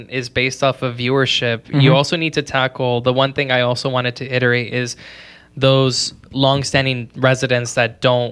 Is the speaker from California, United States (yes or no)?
yes; Rancho Cucamonga, California, United States; And so I spent majority, a good decade and a half, living in Rancho, and I call that my hometown.